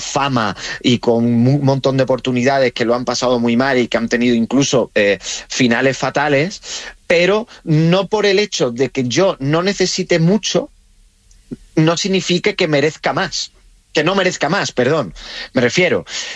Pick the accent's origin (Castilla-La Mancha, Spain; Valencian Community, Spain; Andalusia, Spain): Andalusia, Spain; Rincón de la Victoria; cuando me bajo a mi pueblo, Rincón de la Victoria, Málaga, el mejor pueblo del mundo